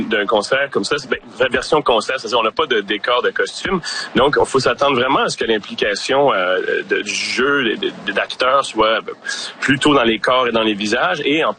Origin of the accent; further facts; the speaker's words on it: Repentigny, Quebec, Canada; Moi, je viens de Lanaudière. C'est un petit gars de Repentigny.